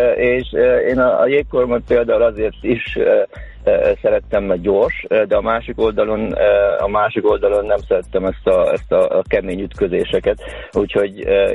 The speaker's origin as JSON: {"language": "Hungarian", "town": "Odorheiu Secuiesc", "region": "Harghita", "country": "Romania", "tie": "born or raised there", "said": "gyerekkoromban Székelyudvarhelyen"}